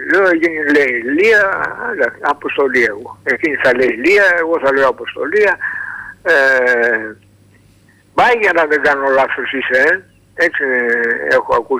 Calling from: Greece; Ελληνορωμιός είμαι κύριε Κώστα.

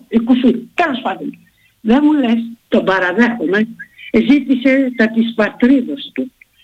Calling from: Volos, Thessaly, Greece; Γιατί πατρίδα εγώ χρόνια έχω το Βόλο. Δεν έχω τα Γιάννηνα. Και λυπάμαι όταν βλέπω να ρίχνουν τόσο χαμηλά την πόλη μου.

